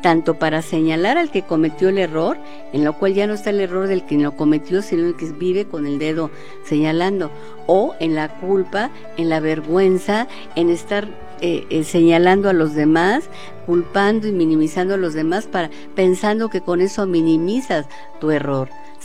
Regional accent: Mexico

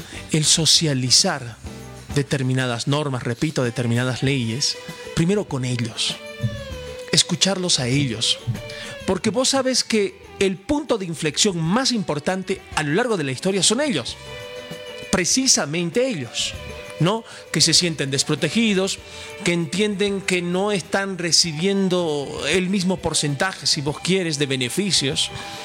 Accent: Bolivia

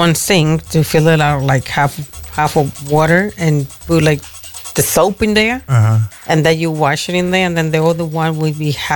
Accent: Dominican Republic; moved away; I grew up in Dominican Republic.

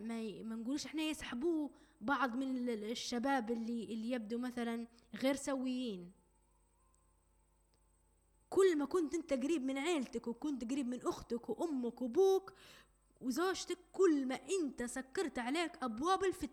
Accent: Libya; accent: Libyan; طاسة شاي بلهجتنا

